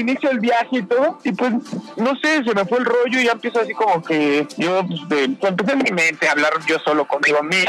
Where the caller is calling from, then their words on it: Mexico City, Mexico; Aquí andamos de Iztapalapa.